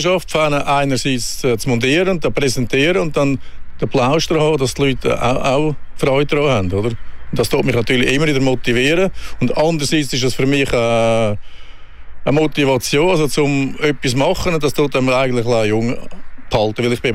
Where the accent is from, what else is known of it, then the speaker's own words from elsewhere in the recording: Switzerland; weil als Schweizer ist das natürlich so und so, oder?